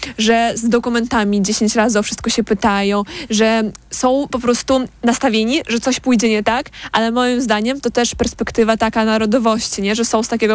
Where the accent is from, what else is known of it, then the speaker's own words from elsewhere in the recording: Belarus; Polish is a second language; now in Poland; ja jestem Białorusinką